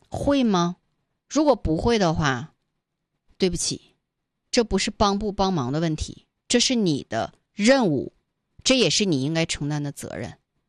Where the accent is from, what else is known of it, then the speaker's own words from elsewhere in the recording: Tianjin, China; 我是天津的，我第一次来长春。